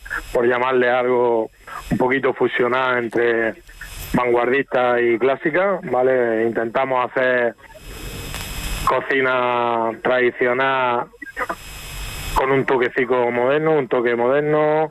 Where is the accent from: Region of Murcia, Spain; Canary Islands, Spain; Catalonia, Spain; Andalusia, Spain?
Region of Murcia, Spain